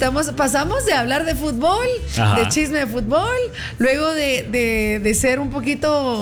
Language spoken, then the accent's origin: Spanish; Guatemala; nosotros como guatemaltecos también seríamos solidarios en apoyar la economía guatemalteca